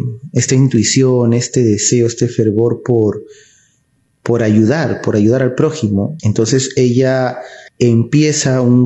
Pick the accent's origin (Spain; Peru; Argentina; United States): Peru